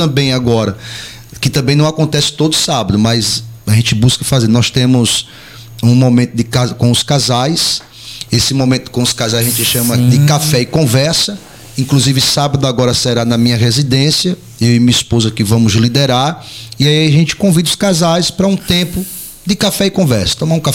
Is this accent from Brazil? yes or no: yes; Maceió, Alagoas, Brazil; moved away as an adult; now in Penedo, Brazil; sou natural de Maceió, mas me sinto mais penedense do que maceioense.